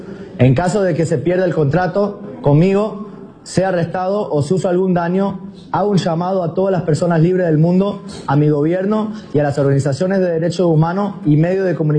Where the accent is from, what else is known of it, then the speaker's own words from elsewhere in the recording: Uruguay; now in United States; soy de Uruguay con residencia americana, tengo 29 años.